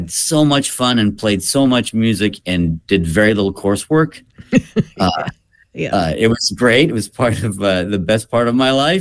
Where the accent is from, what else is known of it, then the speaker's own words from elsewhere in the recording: Toronto, Ontario, Canada; now in United States; Well, I grew up in Toronto, Canada, and I finished high school in Toronto and then went to college in Rochester, New York at the Eastman School of Music.